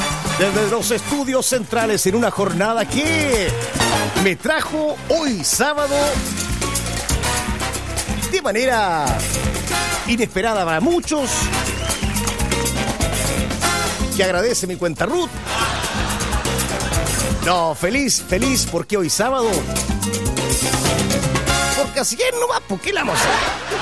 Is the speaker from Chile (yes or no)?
yes; Hualpén, Biobío, Chile; Después de un vertiginoso viaje y ruta desde mi tierra natal, Hualpenina, hasta las hermosas, históricas y legendarias tierras lotinas.